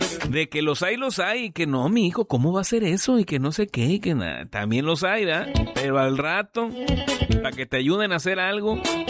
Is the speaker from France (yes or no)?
no; Mexico; ya ven cómo somos los mexicanos